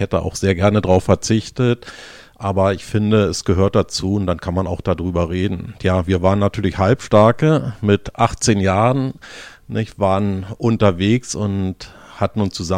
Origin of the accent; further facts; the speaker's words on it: Berlin, Germany; Und wir als Berliner in unserer Stadt, Anhänger des Berliner Fußballclubs Dynamo